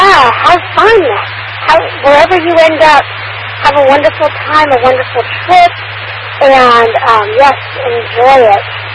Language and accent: English; Louisiana, United States; I'm from South Louisiana, and I swore I would never be hot again.